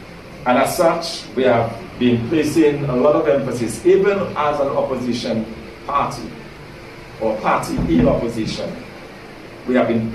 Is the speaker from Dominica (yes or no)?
yes; Dominica; I come from the Dashen belt, a village of Grand Fort